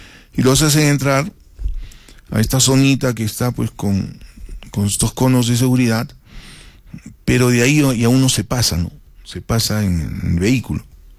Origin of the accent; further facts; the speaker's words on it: Arequipa, Peru; esto lo digo como ciudadano arequipeño